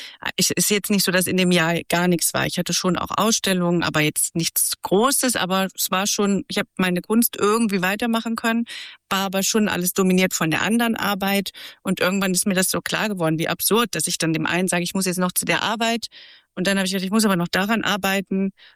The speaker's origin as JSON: {"language": "German", "region": "West Germany", "country": "Germany", "tie": "born or raised there", "said": "Ich bin in Westdeutschland aufgewachsen."}